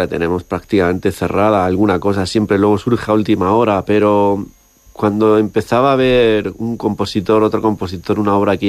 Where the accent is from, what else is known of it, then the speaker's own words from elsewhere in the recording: Villahermosa, Castilla-La Mancha, Spain; desde Burgos a Almagro, pasando por Tomelloso o por mi pueblo, que es Villahermosa.